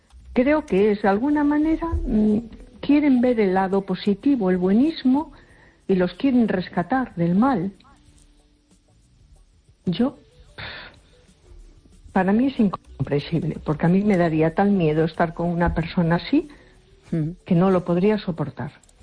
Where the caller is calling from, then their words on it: A Coruña, Galicia, Spain; de Coruña.